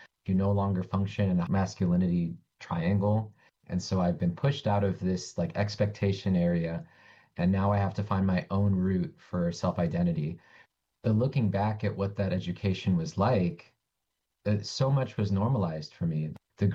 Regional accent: Rosamond, California, United States; also born or lived in San Pedro Sula, Honduras; I grew up in Rosemont, California, which is in the desert of the Antelope Valley, north of LA, like an hour and a half. I was born in San Pedro Sula in Honduras

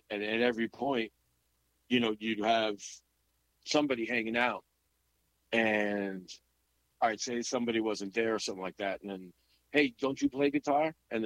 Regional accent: Jackson Heights, New York, United States; and you know, Corona is like real close also, and you know, we're from Jackson Heights.

